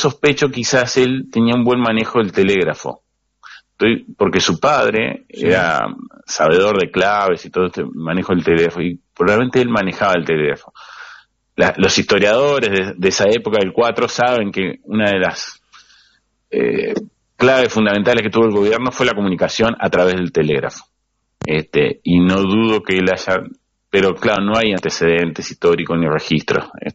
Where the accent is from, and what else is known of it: Uruguay